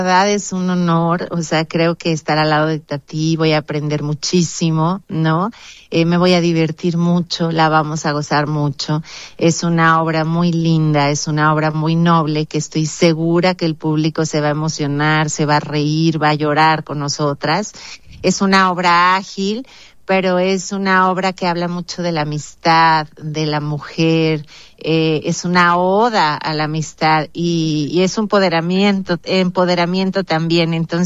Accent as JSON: {"language": "Spanish", "region": "Durango", "country": "Mexico", "moved": "yes", "said": "yo soy de provincia, yo soy de Durango"}